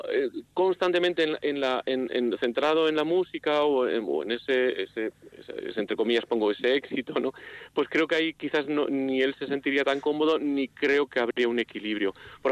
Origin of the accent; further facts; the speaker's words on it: Vitoria, Basque Country, Spain; somos una familia de Saramaga y que hemos crecido en Vitoria y bueno, pues hay cosas de nuestra tierra que nos gustan, otras que no nos gustan tanto